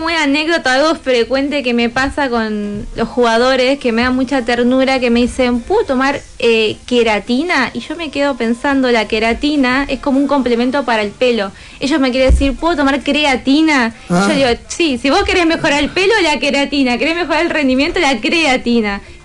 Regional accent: Quilmes, Buenos Aires Province, Argentina; Yo soy de Quilmes, siempre, toda la vida de Quilmes.

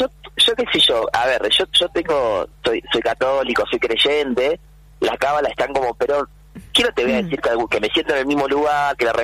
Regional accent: Argentina; soy argentino

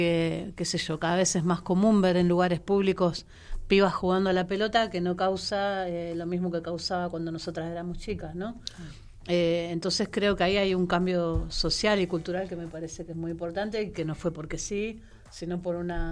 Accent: Argentina

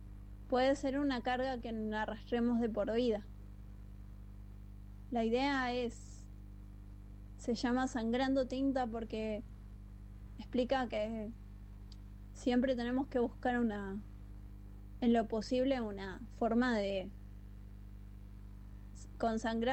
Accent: Corrientes, Argentina; born there; now in Río Grande, Argentina; hasta Corrientes, donde nací. Porque como muchos fueguinos, yo también soy de otro lado. Soy fueguina por adopción.

